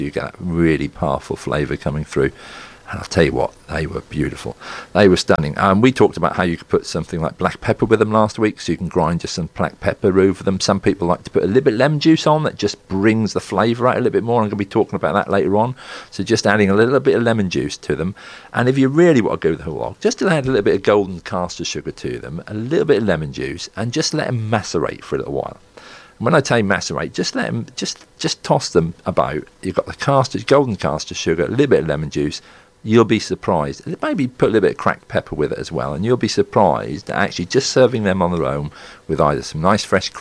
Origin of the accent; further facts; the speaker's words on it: Stalham, East of England, United Kingdom; Stalham have... it's my hometown.